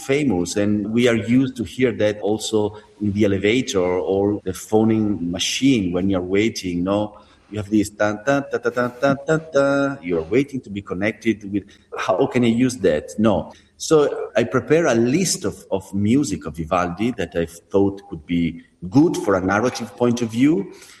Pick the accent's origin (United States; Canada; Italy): Italy; Venice, Veneto; Because Venice is my hometown